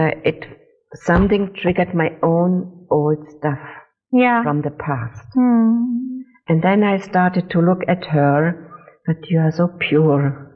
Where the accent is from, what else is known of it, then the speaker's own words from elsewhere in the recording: Germany; I was brought up in Germany, it's a different kind of living, and we are quite free.